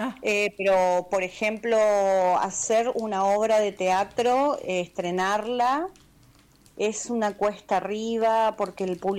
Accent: Argentina

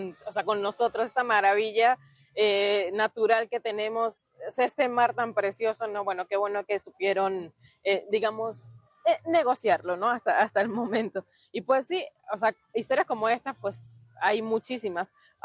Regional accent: Mexico; ya soy mexicana

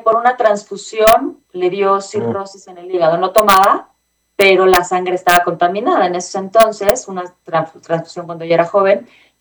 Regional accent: Ciudad Juárez, Chihuahua, Mexico; moved away; soy de Ciudad Juárez, Chihuahua, entonces los burritos y la machaca son con harina y los tacos aquí son con maíz.

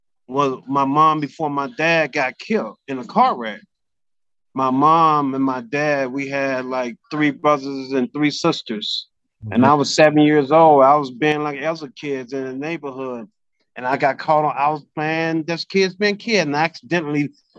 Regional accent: Jonestown, Mississippi, United States

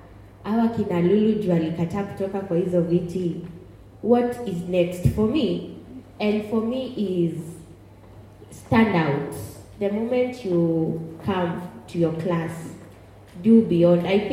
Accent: Western, Kenya; moved away; also born or lived in Kiambu / Murang'a; mimi nimesomea Kiambu, then Murang'a. And I'm from Western.

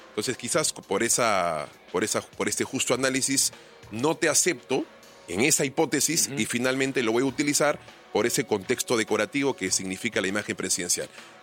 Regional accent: Ayacucho, Peru; el gobierno regional de Ayacucho, que además es mi tierra.

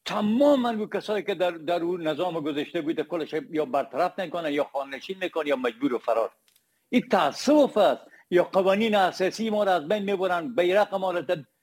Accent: Herat, Afghanistan; من خود که از هرات هستم

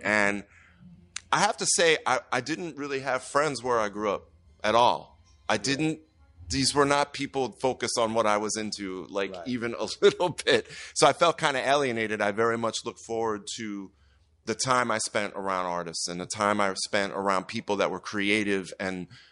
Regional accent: Pennsylvania, United States; my very sort of Jewish and black neighborhood that I grew up in outside of Philly

